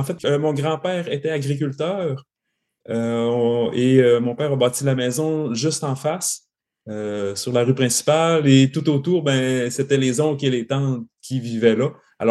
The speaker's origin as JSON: {"language": "French", "town": "Saint-Prime", "region": "Quebec", "country": "Canada", "said": "Alors, je suis originaire de Saint-Prime, un petit village du lac Saint-Jean, un petit village agricole de campagne situé entre Roberval et Saint-Félicien."}